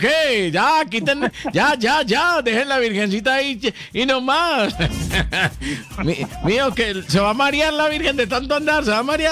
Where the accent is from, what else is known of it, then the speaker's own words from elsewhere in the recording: Antioquia, Colombia; Así hablamos los paisas